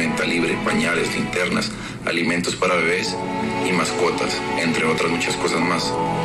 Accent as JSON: {"language": "Spanish", "country": "Colombia", "moved": "yes", "lives_now": "Guadalajara, Mexico", "said": "llevar un poco de este enorme corazón hasta mi tierra. Colombia está viviendo momentos difíciles"}